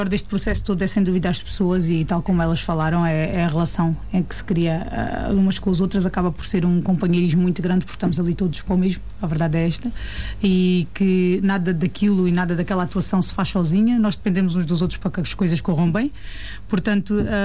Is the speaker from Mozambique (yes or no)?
no; Vidigueira, Alentejo, Portugal; Nós somos da Vidigueira.